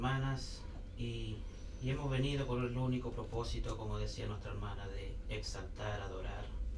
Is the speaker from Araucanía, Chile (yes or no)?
yes; Freire, Araucanía, Chile; Yo vengo de la comuna de Freire, como decía bien mi hermana.